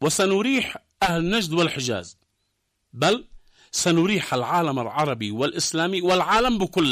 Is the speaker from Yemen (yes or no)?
yes; Yemen; احنا كشعب يمني